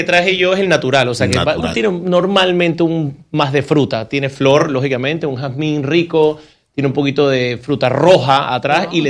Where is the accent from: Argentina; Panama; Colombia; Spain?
Panama; Yo soy gastrónomo panameño